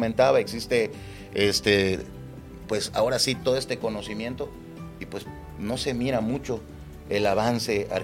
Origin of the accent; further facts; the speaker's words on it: Chetumal, Quintana Roo, Mexico; somos paisanos, somos amigos, somos chetumaleños, somos mexicanos